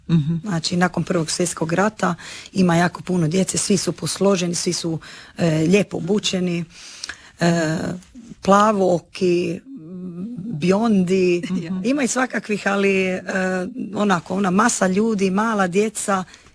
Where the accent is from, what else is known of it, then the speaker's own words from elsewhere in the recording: Sveti Petar, Croatia; Sandra nije Svetog Petra pa ne zna, ja jesam